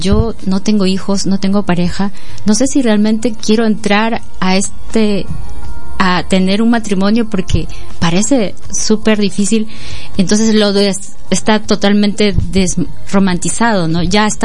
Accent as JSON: {"language": "Spanish", "country": "Peru"}